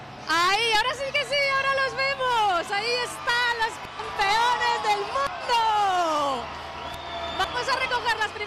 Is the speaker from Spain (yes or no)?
yes; Spain; Yo soy español, campeones, campeones.